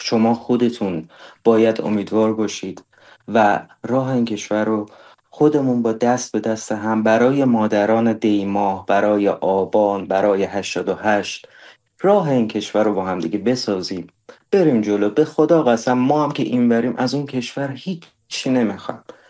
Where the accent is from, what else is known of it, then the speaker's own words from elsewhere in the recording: Iran; moved away; من به عنوان یک جوان ایرانی